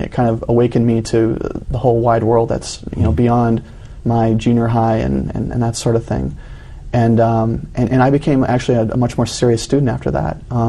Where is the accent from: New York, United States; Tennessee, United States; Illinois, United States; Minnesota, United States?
Minnesota, United States; also born or lived in Michigan; when I was about five, we were living in the upper peninsula of Michigan, and we moved to Minnesota.